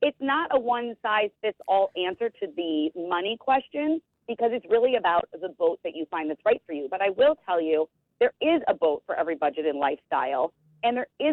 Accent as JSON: {"language": "English", "town": "Buffalo", "region": "New York", "country": "United States", "tie": "born or raised there", "said": "I grew up on the Great Lakes in Buffalo, actually."}